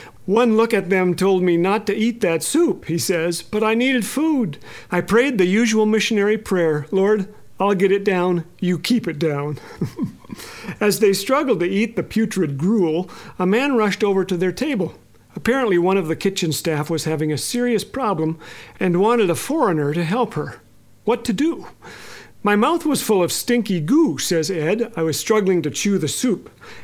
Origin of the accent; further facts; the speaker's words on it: Canada; my hometown has 11 months of snow and 1 month of bad sledding.